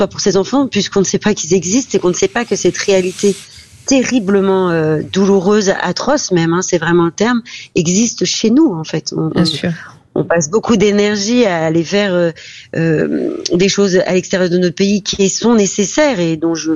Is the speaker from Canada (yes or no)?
no; France; on est français depuis des générations